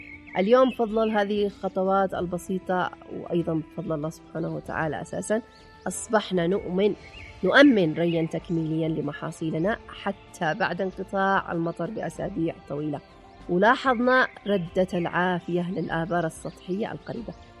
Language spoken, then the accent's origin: Arabic; Yemen; نحن كأصول يمنية